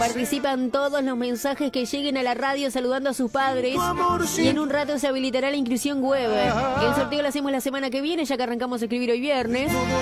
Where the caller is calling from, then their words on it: Necochea, Buenos Aires Province, Argentina; Hola, buenas tardes … de Necochea, Argentina.